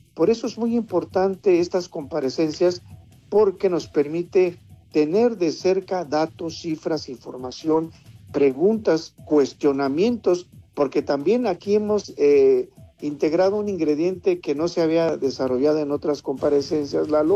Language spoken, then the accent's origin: Spanish; Hidalgo, Mexico; como mexicanos y como hidalguenses.